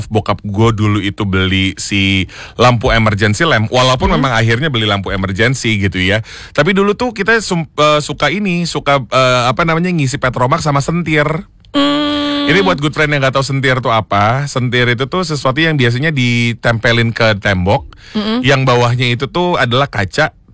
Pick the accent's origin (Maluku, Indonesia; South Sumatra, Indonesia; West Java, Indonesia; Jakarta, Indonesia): West Java, Indonesia; Bekasi; gue kan dulu kecilnya tinggal di daerah Galaksi.